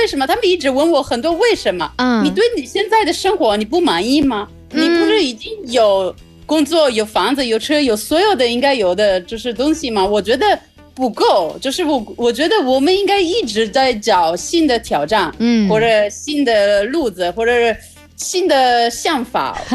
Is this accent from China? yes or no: no; Italy; Chinese is a second language; 我们意大利那边有很多可能30岁还没有到40岁，他们已经觉得哦，我就这样吧，我就到这儿了。